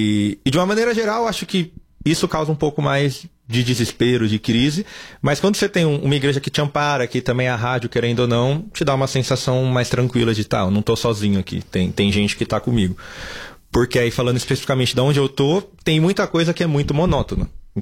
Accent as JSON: {"language": "Portuguese", "region": "São Paulo", "country": "Brazil", "tie": "born or raised there", "moved": "as an adult", "said": "eu cresci em São Paulo"}